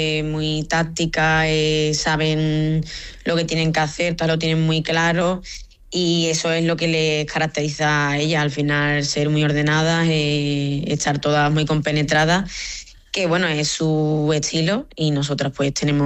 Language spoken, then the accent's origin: Spanish; Rota, Andalusia, Spain; Sí, la verdad que Rota, mi pueblo, siempre me he sentido muy, muy querida y pues a ver qué te digo, es el sitio donde he nacido, donde me he criado, donde pues he ido creciendo tanto futbolísticamente como personalmente